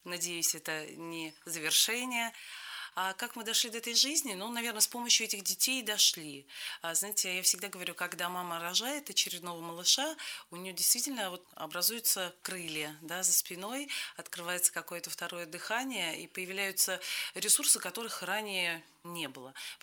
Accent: Cherepovets, Vologda Oblast, Russia; я из Череповца

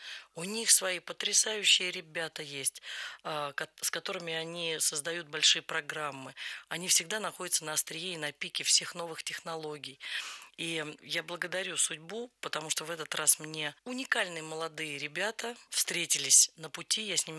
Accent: Russia; born there; Слушай, ну, так, я родилась в России, понимаешь?

